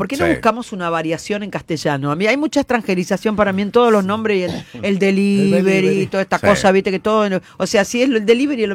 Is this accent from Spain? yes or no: no; Rosario, Santa Fe, Argentina; mi papá era rosarino, querido. Okay. Me crié en Rosario.